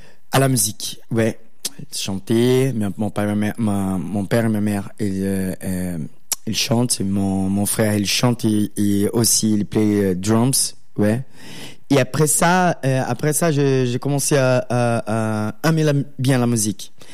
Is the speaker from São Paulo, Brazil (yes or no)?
no; Rio de Janeiro, Brazil; French is a second language; now in Paris, France; Et voilà, je viens de Rio de Janeiro, Carioca, avec le funk et toute cette influence là. Et maintenant, je suis là à Paris